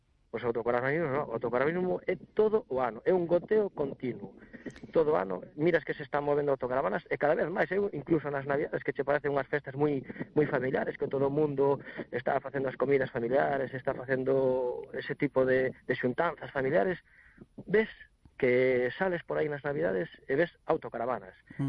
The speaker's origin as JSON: {"language": "Galician", "town": "Redondela", "region": "Galicia", "country": "Spain", "said": "Eu son de Redondela, saímos hacia a mellora, hacia Porto Novo, Grove, saímos por zonas cercanas."}